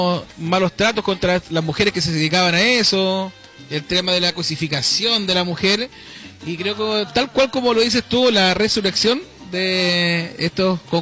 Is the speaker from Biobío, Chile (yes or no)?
no; La Ligua, Valparaíso, Chile; moved away as an adult; now in Viña del Mar, Chile; pertenezco a la hermosa, la voy a nombrar porque es muy linda mi ciudad, vengo de la comuna de La Ligua, ya hace varios años ya me radiqué en la ciudad Jardín, por sí, temas laborales